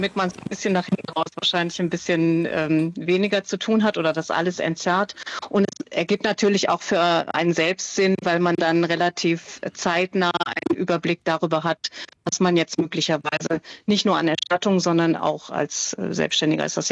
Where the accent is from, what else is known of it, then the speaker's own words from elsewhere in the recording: Cologne, North Rhine-Westphalia, Germany; Hallo, guten Morgen. Ich bin aus Köln.